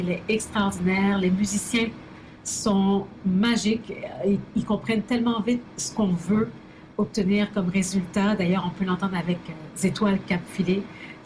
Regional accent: Quebec, Canada; born there; qui sont parfois nées au Québec comme moi, mais de parents qui viennent d'ailleurs. Et dans ces cas-là, on est vraiment les deux. On n'est pas la moitié d'un, la moitié de l'autre. On est vraiment comme, dans mon cas, je suis haïtienne, je suis québécoise.

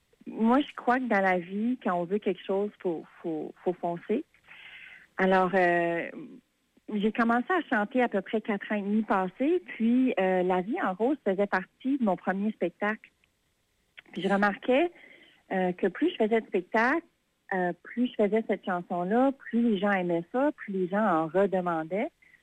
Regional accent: Tracadie, New Brunswick, Canada; now in Fredericton, Canada; Oui, je suis native de Tracadie

